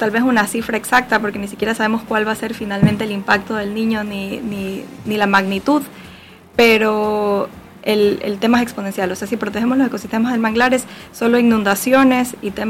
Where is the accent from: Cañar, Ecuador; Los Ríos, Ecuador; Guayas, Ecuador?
Guayas, Ecuador; Guayaquil; es parte de nuestra ciudad y debería ser parte de nuestra identidad como guayaquileños